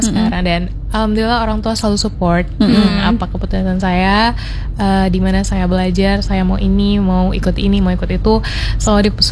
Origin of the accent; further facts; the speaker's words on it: Medan, North Sumatra, Indonesia; now in Surabaya, Indonesia; Iya, jadi aku tuh asal dari Medan, Sumatera Utara.